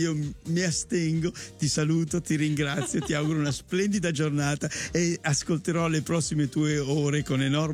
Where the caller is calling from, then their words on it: Milan, Lombardy, Italy; per noi di Milano